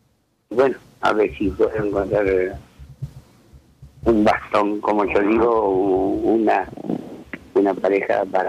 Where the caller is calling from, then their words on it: Arroyo Seco, Santa Fe, Argentina; Ahora estoy en Arroyo Seco, estoy en mi casa.